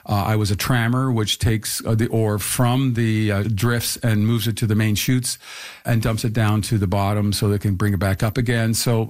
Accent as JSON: {"language": "English", "town": "St. Catharines", "region": "Ontario", "country": "Canada", "tie": "born or raised there", "said": "I was born in St. Catharines"}